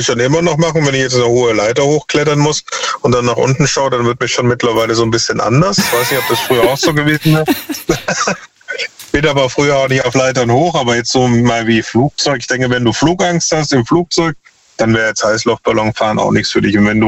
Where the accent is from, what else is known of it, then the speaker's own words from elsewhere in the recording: Dresden, Saxony, Germany; also born or lived in Stuttgart; Stuttgart geboren, Dresden groß geworden und jetzt halt 10 bis 15 Jahren wieder hier im Ländle, ne?